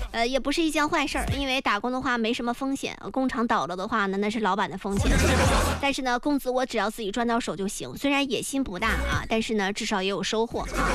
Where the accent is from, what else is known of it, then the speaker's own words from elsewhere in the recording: China; 就作为中国人的话呢，我会比较相信这个因果这种事情